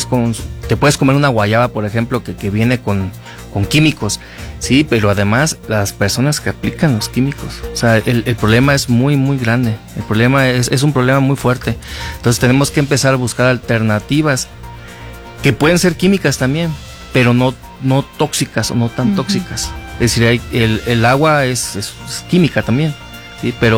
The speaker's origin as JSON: {"language": "Spanish", "country": "Mexico"}